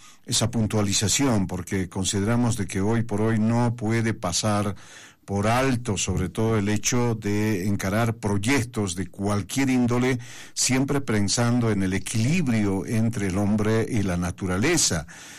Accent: Bolivia; nosotros los bolivianos

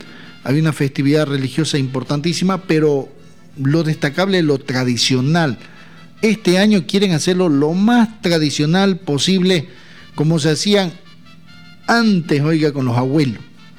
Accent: Vallegrande, Santa Cruz, Bolivia; Yo no soy de aquí, soy de Valle Grande.

